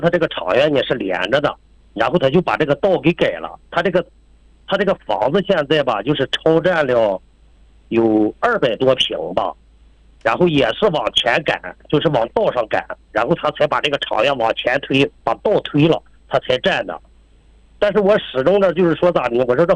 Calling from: Chifeng, Inner Mongolia, China; 我是赤峰市松山区土头朗镇，那不打村。

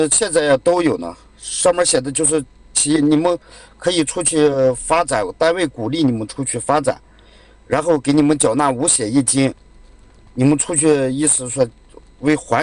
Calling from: Shuozhou, Shanxi, China; 我离你们那儿不远，朔州的。

